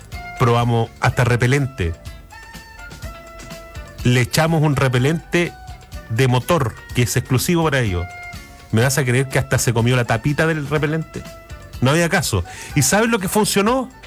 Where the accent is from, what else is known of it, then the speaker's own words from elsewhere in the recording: Magallanes and Chilean Antarctica, Chile; Yo sé que soy magallánica, con marido victoriense.